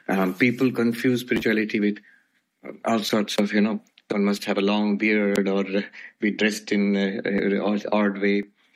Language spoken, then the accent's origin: English; Bhubaneswar, Odisha, India; also born or lived in Kolkata; I was born and brought up in the eastern part of India. I was born in the Ramakrishna Mission. Ramakrishna Mission has a hospital in Calcutta called Seva Pratishthan. So I was born there. And I grew up mostly in a small city on the...